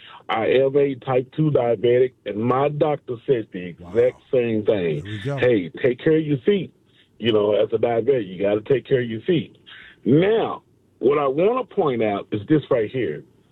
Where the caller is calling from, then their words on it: Fort Worth, Texas, United States; I'm from Fort Worth, Texas.